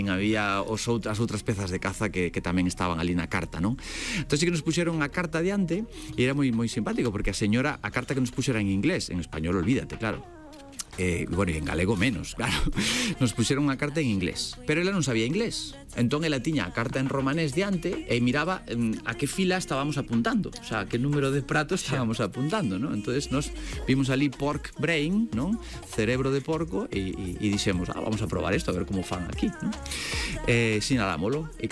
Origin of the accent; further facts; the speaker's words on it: Galicia, Spain; Somos raritos, vimos de Galicia, que nos vas contar, señora.